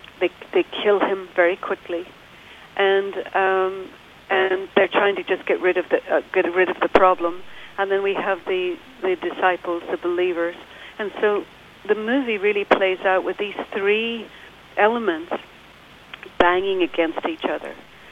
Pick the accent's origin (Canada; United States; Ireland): Ireland; moved away; When I was a girl growing up in Ireland